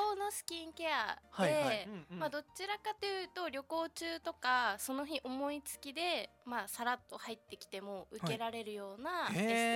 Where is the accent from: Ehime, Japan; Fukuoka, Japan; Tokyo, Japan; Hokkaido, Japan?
Tokyo, Japan; now in Okinawa, Japan; 出身は東京なんです、で東京から沖縄に来て